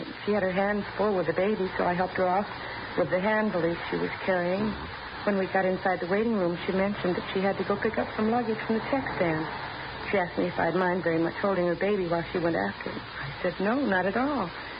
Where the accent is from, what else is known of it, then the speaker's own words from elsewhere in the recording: Cincinnati, Ohio, United States; Oh, no. I'm from Cincinnati.